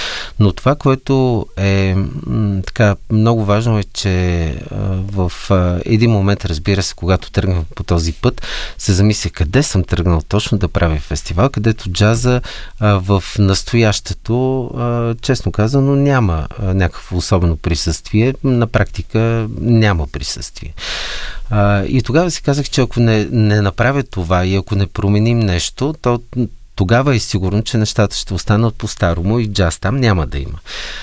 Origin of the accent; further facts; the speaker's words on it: Shumen, Shumen Province, Bulgaria; born or raised there; moved away